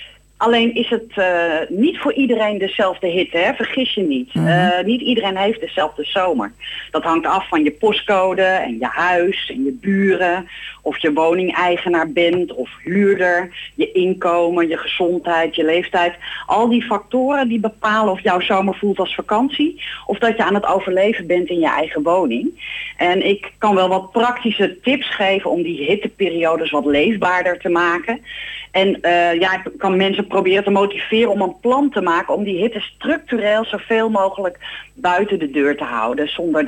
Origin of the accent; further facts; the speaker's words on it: Netherlands; we zijn als Nederlanders gewend ons te wapenen tegen de kou in de winter.